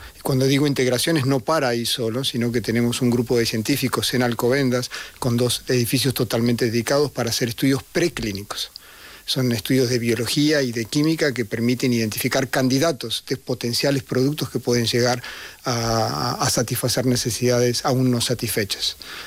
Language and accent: Spanish; Argentina; moved away as an adult; also born or lived in Brazil / China; Como argentino, viví 5 años en Brasil. Brasil y Argentina tienen mucha rivalidad deportiva. Y de Latinoamérica fui a China